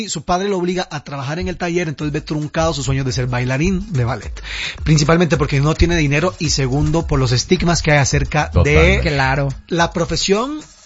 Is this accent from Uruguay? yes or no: no; Costa Rica; moved away; Yo soy de Costa Rica, tuve que dejar mi país para venir a estudiar y para venir a dedicarme a lo que me gusta acá.